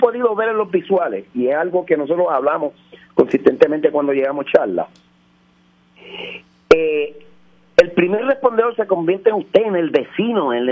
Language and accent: Spanish; Puerto Rico